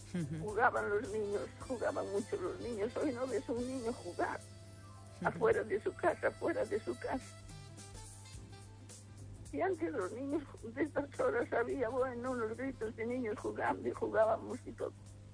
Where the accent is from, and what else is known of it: Ourense, Galicia, Spain